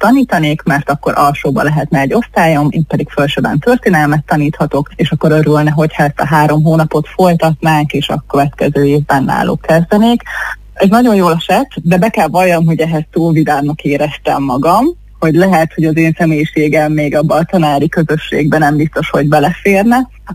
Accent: Szentes, Csongrád-Csanád, Hungary; moved away as an adult; now in Budapest, Hungary; nem én kezdtem el keresni munkát, hanem otthon Szentesen

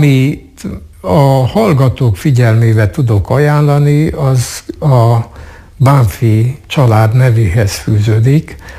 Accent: Cluj County, Romania; Oda jártam, a Farkas utcában nőttem föl, egykori betlenemes kis palotának is lehetne mondani, ez pont középen van, a Farkas utcai templom, illetve a piarista gimnázium között

